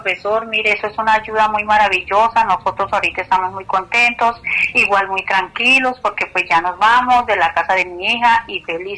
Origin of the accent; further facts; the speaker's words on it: Bogotá, Colombia; nosotros nos venimos de Bogotá, vivimos donde una hija acá